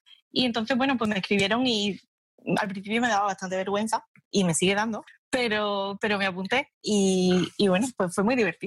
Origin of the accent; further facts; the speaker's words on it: Seville, Andalusia, Spain; moved away as an adult; also born or lived in Cartagena / Inverness; now in Edinburgh, United Kingdom; Yo soy de Sevilla. Bueno, nacida en Cartagena, pero soy de Sevilla. Y llevo en Escocia 6 años y medio ya.